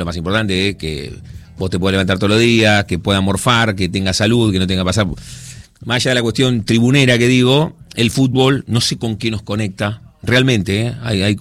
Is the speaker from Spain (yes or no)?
no; Argentina